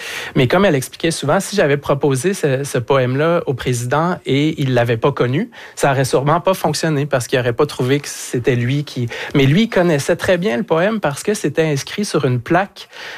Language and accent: French; Quebec, Canada; pour revenir plus près de chez nous, au Québec